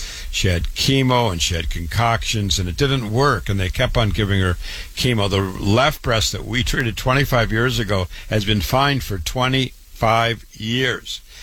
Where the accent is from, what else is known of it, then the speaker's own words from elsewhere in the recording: Waterloo, Iowa, United States; born and raised in Waterloo, Iowa. Went to public school, university, MD at 25, like my brother Ted.